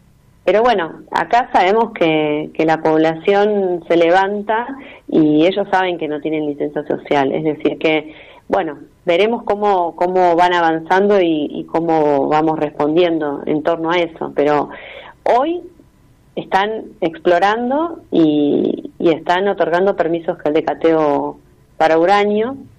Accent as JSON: {"language": "Spanish", "region": "Buenos Aires", "country": "Argentina", "tie": "born there", "moved": "as an adult", "lives_now": "Esquel, Argentina", "said": "Yo nací en Buenos Aires y hace 16 años me vine a vivir a la Patagonia, en Esquel. Estoy viviendo en Esquel, Chubut, en la zona cordillerana de la provincia."}